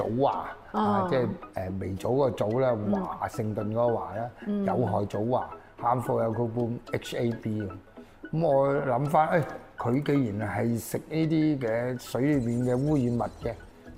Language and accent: Cantonese; Shunde, Guangdong, China; 反而咧就真係落地咧，就翻我家鄉順德佛山區嘅佛山順德區裏面咧去搞呢件事咧，因為佛山係以水興城啊嘛